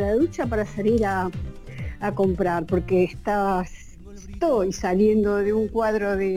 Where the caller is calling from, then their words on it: Berazategui, Buenos Aires Province, Argentina; yo soy de Berazategui